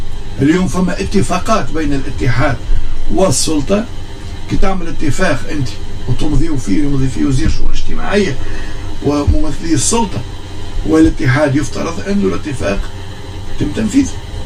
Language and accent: Arabic; Tunisia; عندنا في تونس التوانسه